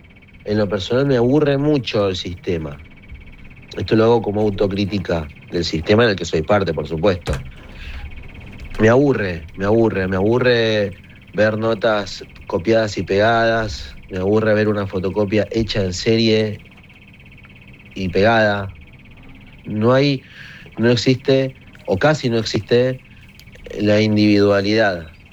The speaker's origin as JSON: {"language": "Spanish", "region": "Buenos Aires", "country": "Argentina", "tie": "born there", "said": "Yo nací en Buenos Aires, pero toda mi familia es de Jujuy."}